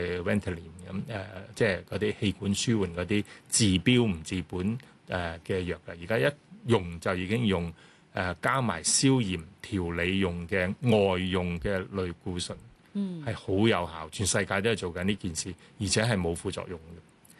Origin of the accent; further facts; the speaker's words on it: Hong Kong; 我哋香港人